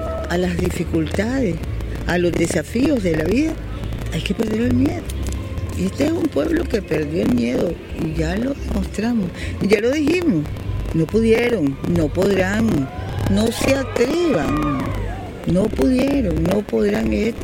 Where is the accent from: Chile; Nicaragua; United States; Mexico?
Nicaragua; como nicaragüenses sabemos que tenemos la bendición de un gran espíritu dentro de cada uno de nosotros